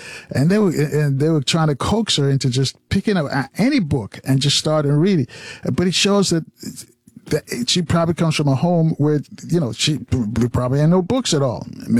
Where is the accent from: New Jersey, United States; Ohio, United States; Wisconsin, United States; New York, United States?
New York, United States; growing up in New York